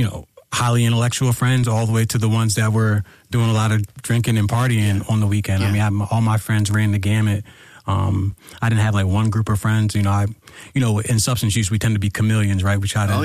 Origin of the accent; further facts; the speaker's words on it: East Norriton, Pennsylvania, United States; we grew up in suburbia, we grew up in East Norton, Pennsylvania. Yeah. So that was, the outskirts of Norristown.